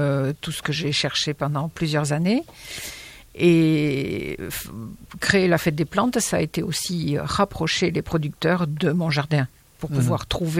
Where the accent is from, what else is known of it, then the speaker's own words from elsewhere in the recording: France; je suis de Lynx.